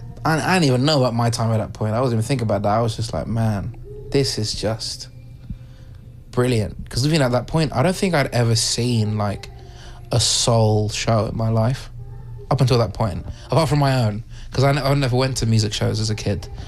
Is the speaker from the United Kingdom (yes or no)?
yes; United Kingdom; oh my God, he's British?